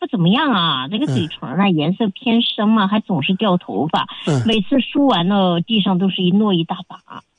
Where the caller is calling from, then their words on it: Kunming, Yunnan, China; 我是昆明的，我今年呢有35岁了。